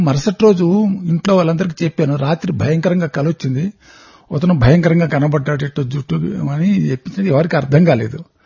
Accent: Devarampadu, Andhra Pradesh, India; సాయిరామ్, మాది ఒంగోలు దగ్గర దేవరంపాడైన కుగ్రామం.

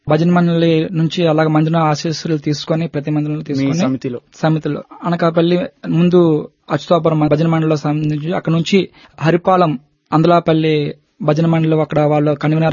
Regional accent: Srikakulam district, Andhra Pradesh, India; moved away as an adult; now in Visakhapatnam, India; యాక్చువల్గా మాది శ్రీకాకుళం డిస్ట్రిక్ట్ కోడుమల్ల మండలం. అక్కడ నుంచి నా చదువంతా అయింది. తర్వాత నా ఉద్యోగ రీత్యా విశాఖపట్నం 97లో రావడం జరిగింది. అక్కడ నుంచి విశాఖపట్నంలో స్థిరపడడం జరిగింది.

